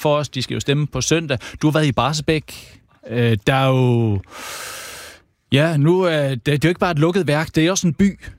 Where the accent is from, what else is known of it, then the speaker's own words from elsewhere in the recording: Jutland, Denmark; jeg er jo fra Jylland